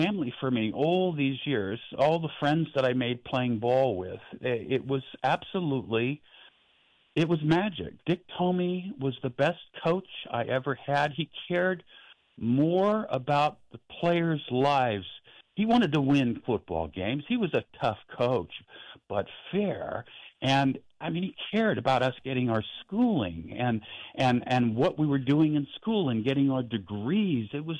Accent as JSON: {"language": "English", "area": "East Bay", "region": "California", "country": "United States", "tie": "born or raised there", "said": "I grew up in Northern California, East Bay."}